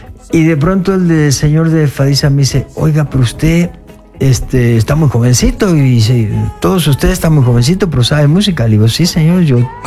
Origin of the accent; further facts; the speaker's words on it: Uruguay; moved away as an adult; also born or lived in Spain; Cuando nosotros salimos de Uruguay, cuando yo soy uruguayo y salimos de allá